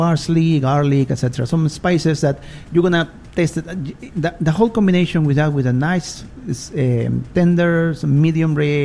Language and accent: English; Peru; moved away as an adult; now in South Africa; I am originally from Peru.